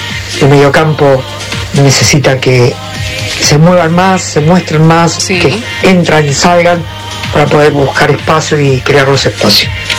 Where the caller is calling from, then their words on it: Buenos Aires, Argentina; mi DNI termina en 304. Soy de Parque de los Patricios.